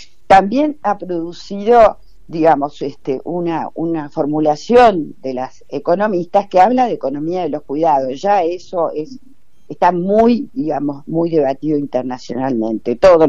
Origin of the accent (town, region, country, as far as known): Argentina